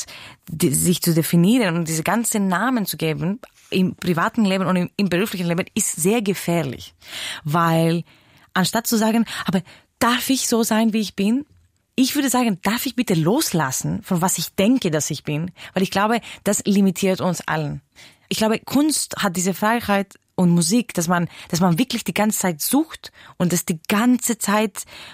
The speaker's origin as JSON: {"language": "German", "country": "Greece", "said": "Ja, ich bin Griechin"}